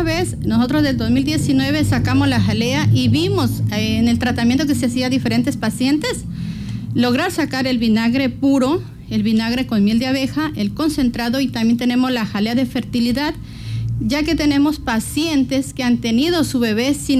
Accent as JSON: {"language": "Spanish", "region": "Putumayo", "country": "Colombia", "moved": "as an adult", "lives_now": "Santo Domingo, Ecuador", "said": "En Colombia, cuando yo vivía allá, yo soy de la Amazonía, del Putumayo"}